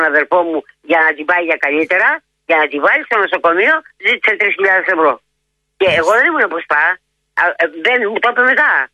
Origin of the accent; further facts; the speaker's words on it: Chalcis, Central Greece, Greece; Γιατί είμαι από τη Χαλκίδα και δεν τη γυρίζω πίσω.